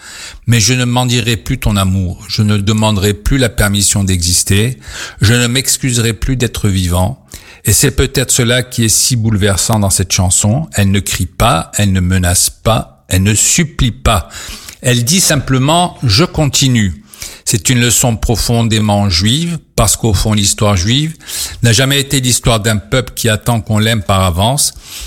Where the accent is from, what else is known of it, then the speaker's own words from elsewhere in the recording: Sfax, Sfax Governorate, Tunisia; nous, les sfaxiens que nous sommes